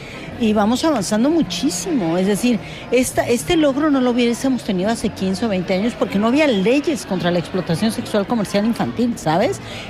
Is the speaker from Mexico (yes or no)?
yes; Mexico; moved away as an adult; now in Spain; volver a México fue regresar con mi propia voz y con mi propio cuerpo a un país al que pertenezco, que me pertenece y al que amo profundamente.